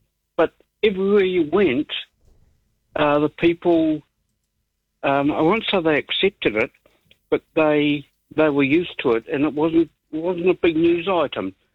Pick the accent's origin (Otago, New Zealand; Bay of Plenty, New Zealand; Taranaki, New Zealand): Bay of Plenty, New Zealand; Katikati; I was in my hometown of Katikati today